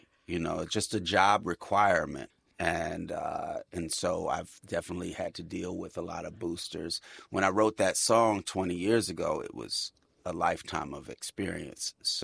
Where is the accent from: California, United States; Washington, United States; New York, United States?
California, United States; obviously, I come from the Bay Area, so I'm going to, you know, shoot shots on that behalf.